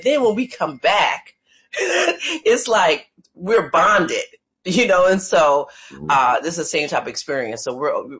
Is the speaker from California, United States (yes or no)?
no; Detroit, Michigan, United States; I'm from Detroit